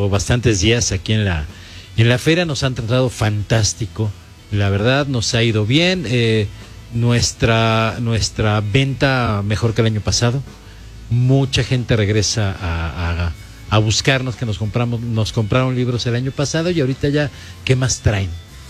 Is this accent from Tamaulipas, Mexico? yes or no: no; Mexico City, Mexico; De Ciudad de México.